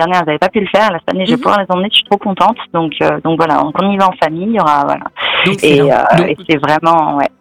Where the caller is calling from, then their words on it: Paray-le-Monial, Bourgogne-Franche-Comté, France; Paray-le-Monial, de là d'où je viens.